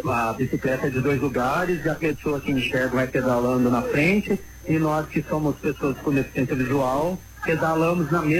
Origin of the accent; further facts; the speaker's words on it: Poços de Caldas, Minas Gerais, Brazil; Eu sou aqui de Poços de Caldas, eu participo de um grupo que trabalha com a inclusão de pessoas com deficiência visual.